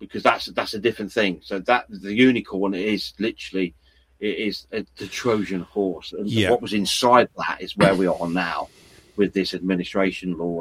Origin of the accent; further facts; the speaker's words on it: England, United Kingdom; Because I'm English.